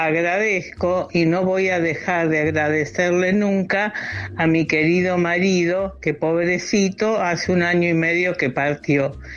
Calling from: Rosario, Santa Fe, Argentina

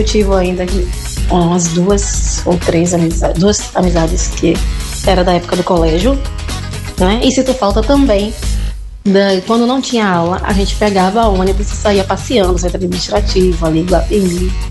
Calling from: Salvador, Bahia, Brazil; eu falo do Tororó.

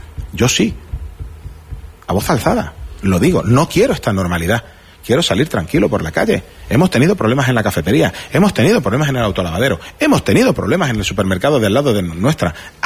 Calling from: Ceuta, Spain; soy ceutí, español y de religión musulmana.

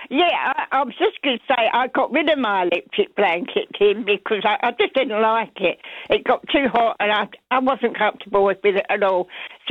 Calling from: Rangiora, Canterbury, New Zealand; yeah, a lovely Rangiora.

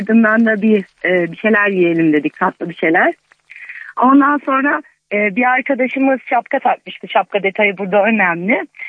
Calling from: Adana, Turkey; Adanalıyım.

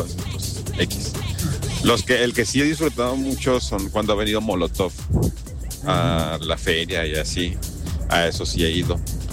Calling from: Chihuahua, Mexico; mi primer concierto creo que fue uno de … Hace mucho que vino a la Almansa aquí a Chihuahua.

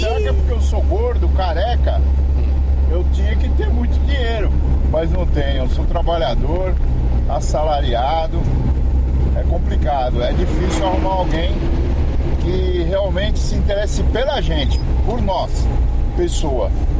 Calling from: São Paulo, Brazil; Sou da região da Vila Diva.

